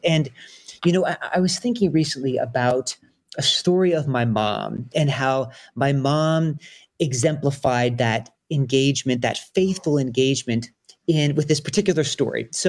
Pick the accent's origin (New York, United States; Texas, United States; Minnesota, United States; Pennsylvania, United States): Pennsylvania, United States; Philadelphia; born or raised there